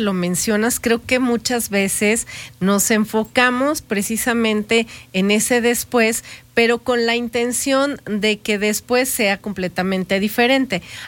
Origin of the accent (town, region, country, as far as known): Mexico